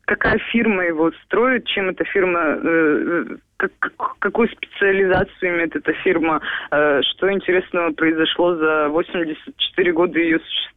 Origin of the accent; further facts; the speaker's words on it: Poland; Russian is a second language; also born or lived in Kraków; now in Chrzanów, Poland; jako Polak to mówi, bo nie wszystkie słowa dobrze znam.